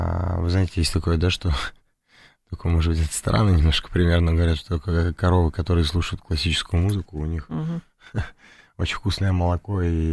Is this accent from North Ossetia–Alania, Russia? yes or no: no; Moscow, Russia; born there; Мы сами родились в Москве, на Бабушкинской.